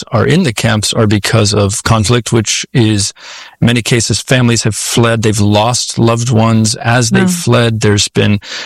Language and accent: English; Kenya; moved away; I grew up in Kenya in East Africa.